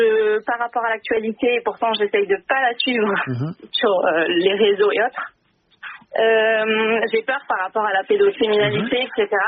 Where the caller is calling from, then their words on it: Marseille, Provence-Alpes-Côte d'Azur, France; De Marseille